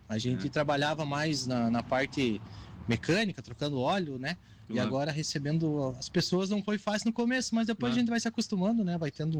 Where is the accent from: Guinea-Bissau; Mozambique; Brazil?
Brazil; Soledade, Rio Grande do Sul; Isso, faz 39 anos que eu sou de Soledade.